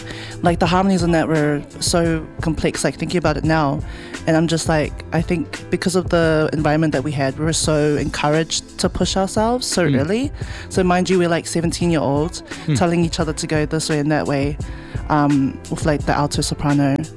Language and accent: English; Auckland, New Zealand; I think my upbringing in Avondale was really community focused